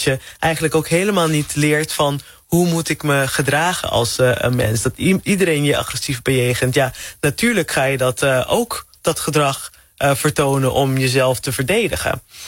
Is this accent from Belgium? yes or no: no; Curaçao; het doet me echt denken aan mijn jeugd op Curaçao